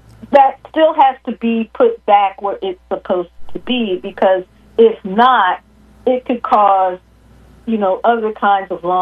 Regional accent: New Jersey, United States; moved away; I live like the next town over from Mount Holly. Right. So that's where I grew up.

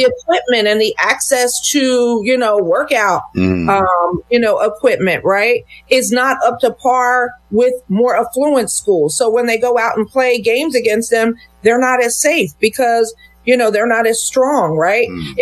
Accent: Montgomery County, Pennsylvania, United States; I'm from Montgomery County, mm-hmm. right? Mm-hmm. And it's beautiful. It's the second wealthiest county in the state

